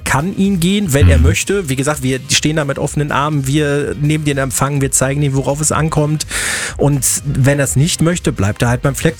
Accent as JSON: {"language": "German", "country": "Germany", "said": "wir als Deutsche"}